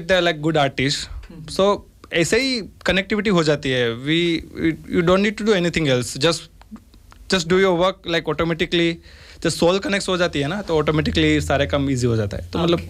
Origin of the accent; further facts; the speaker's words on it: Gujarat, India; वैसे देखा जाए तो I M A Gujju like मैं जहाँ से बिलोंग करता हूँ वहाँ से लाइक म्यूजिशंस कोई नहीं है सुनने वाला ज़्यादा है